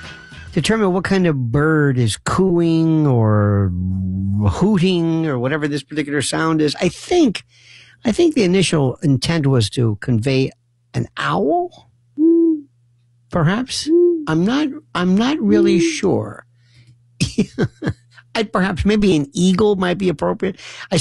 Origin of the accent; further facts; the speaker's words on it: Florida, United States; Not Florida. I'm from Florida. This is more redneck with Lacoochie.